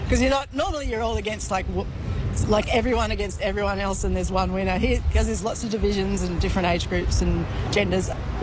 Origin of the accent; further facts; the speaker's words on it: Clontarf, New South Wales, Australia; I grew up on the northern beaches, so at Clontarf we lived, and it was my closest beach was Manly.